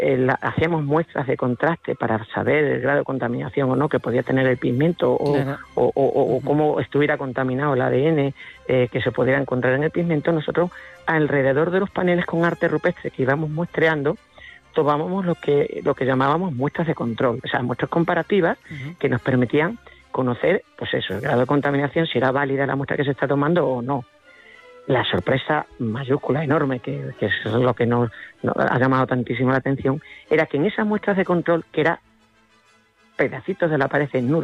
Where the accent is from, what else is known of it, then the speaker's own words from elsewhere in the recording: Extremadura, Spain; que es casi tanto o más calor que el que hace en mi tierra aquí en Extremadura.